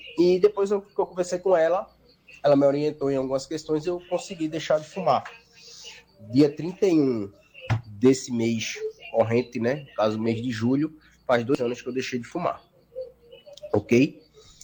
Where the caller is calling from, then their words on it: Jaboatão dos Guararapes, Pernambuco, Brazil; sou da cidade de Jaboatão dos Guararapes, bairro do Cavaleiro.